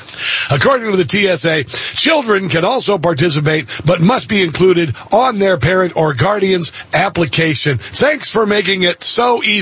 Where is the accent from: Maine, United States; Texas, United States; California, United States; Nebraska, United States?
Nebraska, United States; Omaha; Epley Airfield in my hometown of Omaha, Nebraska. And saw many relatives off in that airport when I was growing up.